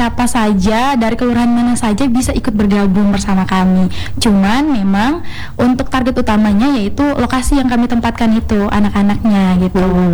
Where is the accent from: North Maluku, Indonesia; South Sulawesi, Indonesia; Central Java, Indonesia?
North Maluku, Indonesia; Ternate; Dari Ternate.